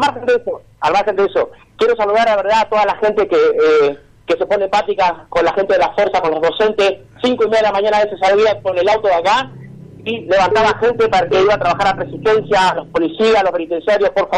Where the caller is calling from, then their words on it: Chaco, Argentina; soy acá de Los Asteñas, sí, el barrio de Aipo. 760 vivienda.